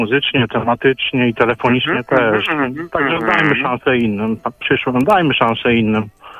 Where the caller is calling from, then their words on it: Jastrzębie-Zdrój, Silesian Voivodeship, Poland; z Południowego Parku dzwonię.